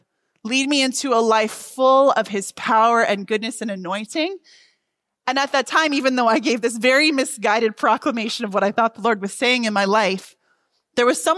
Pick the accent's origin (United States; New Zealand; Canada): Canada; Stratford, Ontario; But because I am from Stratford, Ontario, I've actually been coming to the Lift Jesus Higher rally since I was 12 years old.